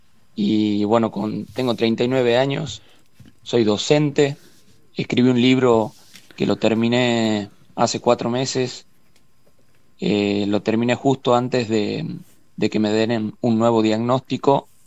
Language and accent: Spanish; San Miguel de Tucumán, Tucumán, Argentina; soy de acá, de San Miguel de Tucumán